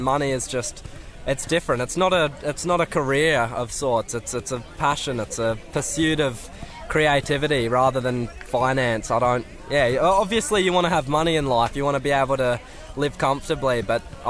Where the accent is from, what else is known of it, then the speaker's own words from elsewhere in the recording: Bellingen, New South Wales, Australia; growing up in Bello, this is the essence of Bellingen, is having these kind of little gatherings.